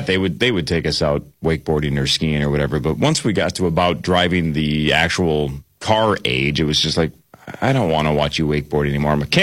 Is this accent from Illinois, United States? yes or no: no; Chisago City, Minnesota, United States; I loved growing up in Chisago Lakes. Everybody has access to lakes because there's so many lakes.